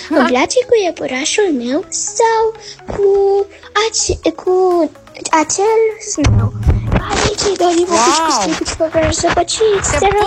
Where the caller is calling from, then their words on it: Mureș County, Romania; din Sâmbătoare de Mureș și am